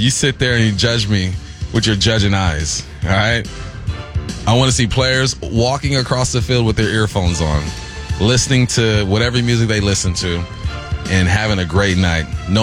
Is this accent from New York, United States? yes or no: no; Wall, New Jersey, United States; Born and raised in Wall, and earphones is a thing.